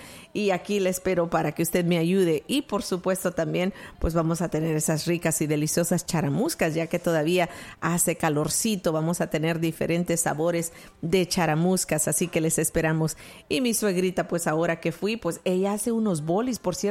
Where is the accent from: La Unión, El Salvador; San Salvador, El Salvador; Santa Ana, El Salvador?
La Unión, El Salvador; En mi país, El Salvador, yo soy de El Salvador y sé que la mayoría lo saben que soy de la República de El Salvador, del Departamento de la Unión.